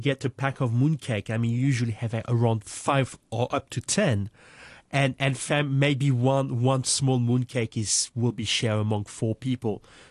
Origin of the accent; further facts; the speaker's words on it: France; Well, I'm originally from France, and we have what I would say is more or less an equivalent of mooncake.